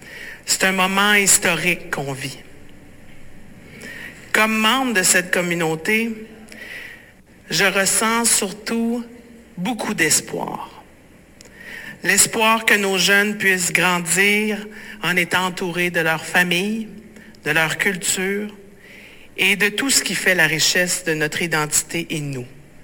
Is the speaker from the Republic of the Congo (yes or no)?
no; Uashat mak Mani-utenam, Quebec, Canada; Ici où j'ai grandi, à Ouachat Makmaliotenam.